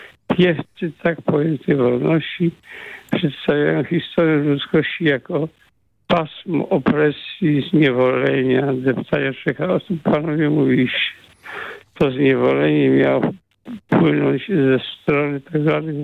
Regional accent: Słupsk, Pomeranian Voivodeship, Poland; bo trochę będę się ocierał o moją małą ojczyznę, o Słupską, o dzielnicę.

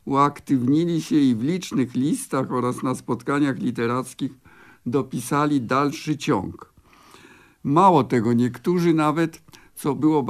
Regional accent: Warsaw, Masovian Voivodeship, Poland; Opisałem tam swoje podwórko i moje dzieciństwo na tak zwanej trzeciej kolonii WSM przy ulicy Krasińskiego 16 w Warszawie

